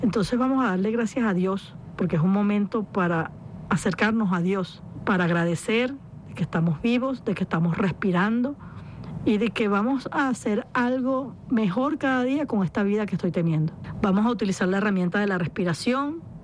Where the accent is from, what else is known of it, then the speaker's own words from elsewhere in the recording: Venezuela; yo también soy venezolana